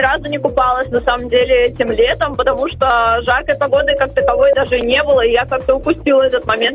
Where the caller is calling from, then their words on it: Saint Petersburg, Russia; я тоже из Санкт-Петербурга.